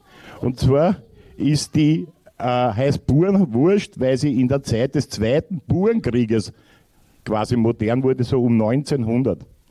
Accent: Vienna, Austria

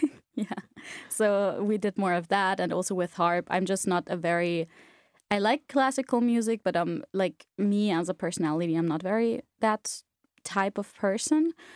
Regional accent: Trentino-Alto Adige, Italy; moved away as an adult; now in Klagenfurt, Austria; Hi, I'm 21, almost 22 years old, and I'm studying here at Klagenfurt. I'm originally from South Tyrol.

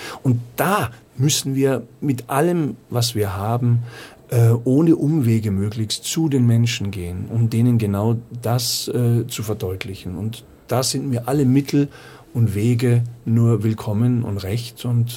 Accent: Munich, Bavaria, Germany; now in Austria

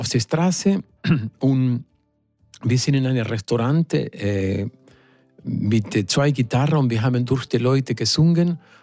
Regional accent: Argentina; first language Spanish; German is a second language; moved away as an adult; now in Mils, Austria; Schau, ich komme aus Argentinien.

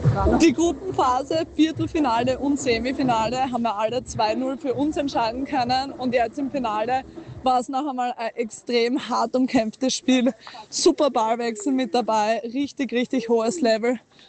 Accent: Feldkirchen, Carinthia, Austria; born there; Wir sind beide in Feldkirchen geboren und deshalb war es wie ein Heimspiel für uns

